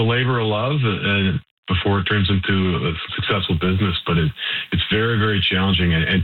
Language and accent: English; Saskatoon, Saskatchewan, Canada; we're from Saskatoon, like, but we could play sellout shows in Winnipeg and things like that.